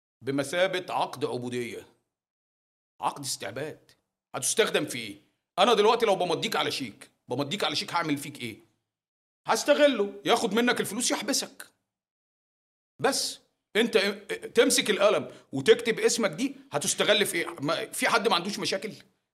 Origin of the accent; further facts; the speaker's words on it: Alexandria, Alexandria Governorate, Egypt; accent: Alexandrian; أنا لهجتي كاسكندراني غير لهجة البورسعيدي